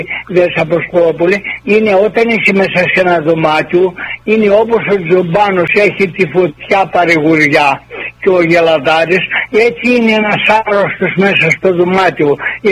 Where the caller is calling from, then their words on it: North Carolina, United States; Είμαι από τη Βόρειο Καρολίνα.